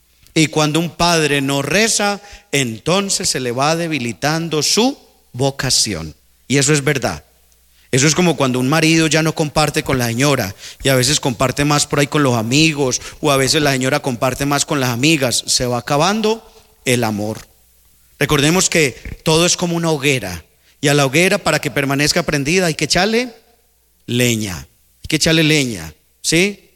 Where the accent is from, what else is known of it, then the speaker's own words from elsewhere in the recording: Liborina, Antioquia, Colombia; moved away; Yo soy de Liborina.